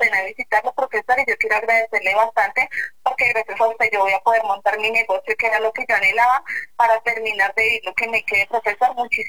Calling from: Bogotá, Colombia; Habla con … le estoy llamando desde Bogotá, en Bogotá.

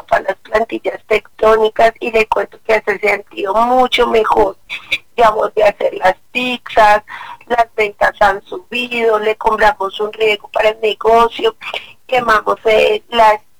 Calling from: Bogotá, Colombia; Profe, le estoy llamando desde acá, desde Bogotá, desde el barrio Patio Bonito.

